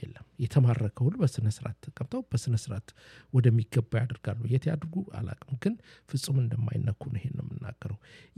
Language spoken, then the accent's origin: Amharic; Dire Dawa, Ethiopia; አዎ በእርግጥም አማራ ነኝ ግን ንጹህ ኢትዮጵያዊ ነኝ አማራ ሰው ደግሞ ድሬዳዋ ተወልጄ አደኩኝ